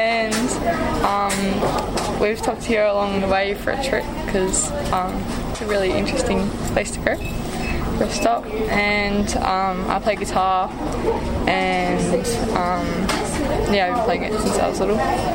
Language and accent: English; Melbourne, Victoria, Australia; We come from Melbourne. This little one comes from Byron Bay.